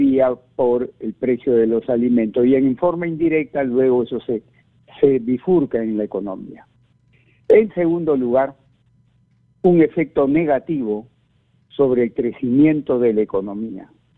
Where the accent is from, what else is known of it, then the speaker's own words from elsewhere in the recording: Peru; ya somos los peruanos